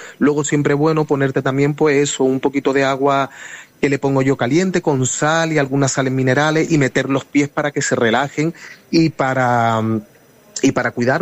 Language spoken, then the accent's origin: Spanish; Granada, Andalusia, Spain; mi forma, como antes hablábamos, de Granada, porque yo soy de Granada, del barrio del Sacromonte, que también la gente allí pueda disfrutar en Ponferrada del flamenco de mi tierra, de las cuevas, de mi cueva del Arrocío.